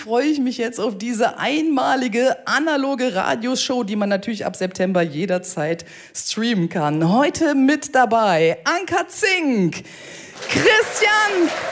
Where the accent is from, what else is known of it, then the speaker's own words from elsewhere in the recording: Germany; born there; ich komme gebürtig aus der Eifel